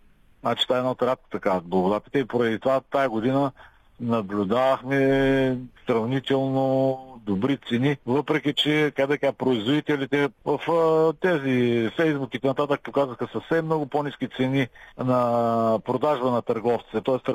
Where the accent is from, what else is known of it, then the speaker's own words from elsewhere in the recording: Northeast Bulgaria, Bulgaria; аз поне съм от Северо-Източна България и там имам си хора